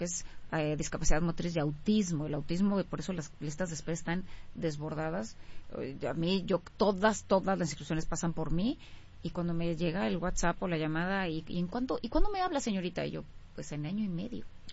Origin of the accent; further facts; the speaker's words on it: Mexico; soy mexicana.